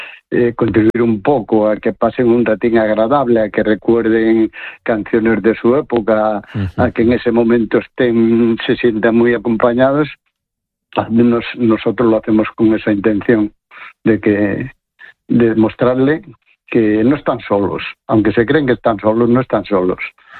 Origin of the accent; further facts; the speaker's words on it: Galicia, Spain; now in Oviedo, Spain; Como gallegos residentes aquí en Oviedo